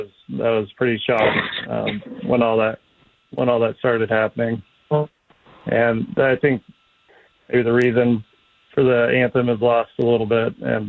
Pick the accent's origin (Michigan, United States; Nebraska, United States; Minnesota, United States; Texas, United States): Nebraska, United States; Yes, I'm from Nebraska